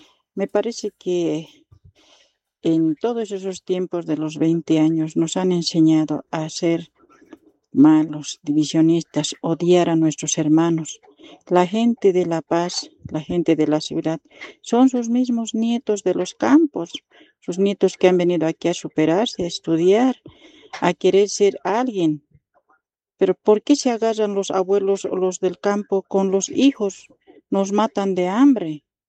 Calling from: La Paz, Bolivia; Somos La Paz, somos hermanos, somos bolivianos, no somos chilenos, no somos de otro país.

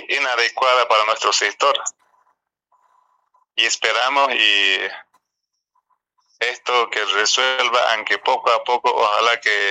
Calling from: Bolivia; como boliviano, como productor, necesitamos una estabilidad.

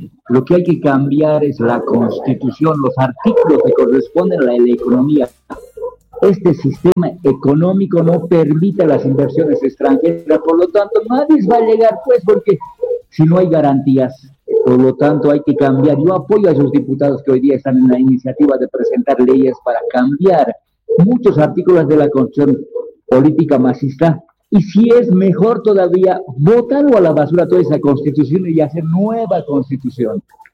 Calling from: El Alto, La Paz, Bolivia; aquí del Alto.

